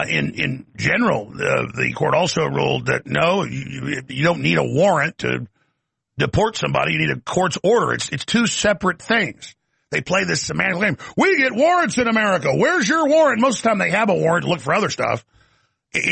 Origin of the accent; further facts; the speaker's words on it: Sweden; yeah, well, I'm not from Norway, but I'm from Sweden.